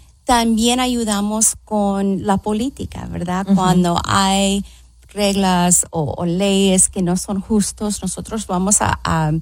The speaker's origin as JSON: {"language": "Spanish", "town": "Los Angeles", "region": "California", "country": "United States", "tie": "born or raised there", "said": "Es, yo me crié en los East LA, en, uh-huh. en el este de Los Ángeles."}